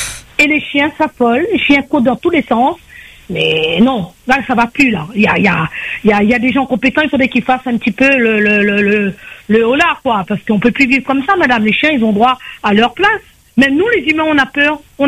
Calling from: Sainte-Marie, Réunion; À Sainte-Marie, dans les Hauts, oui. Je suis à Flacourt.

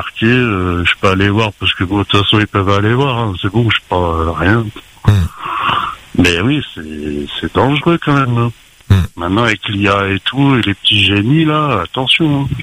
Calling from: Lyon, Auvergne-Rhône-Alpes, France; Il y a plusieurs bases à Lyon, parce que moi je viens de Lyon.

